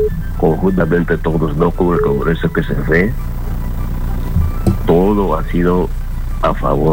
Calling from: Cusco, Peru; De acá, de Huanchac.

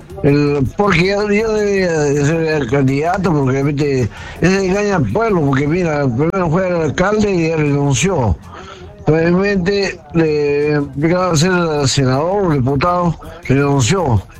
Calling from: San Juan de Lurigancho, Lima, Peru; De San Juan de Urigancho

